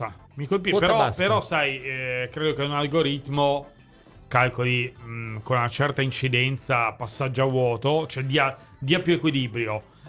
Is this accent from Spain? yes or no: no; France; Sono un francese, Paris Saint-Germain è partito male...